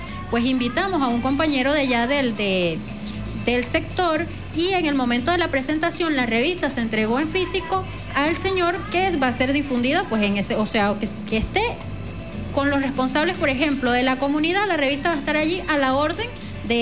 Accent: Aguasay, Monagas, Venezuela; yo soy de Aguasay, de Altamira

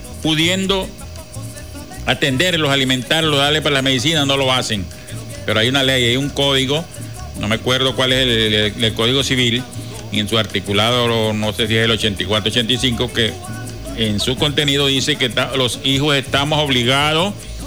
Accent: Guasdualito, Apure, Venezuela; moved away; allá de mi pueblo, Guajualito

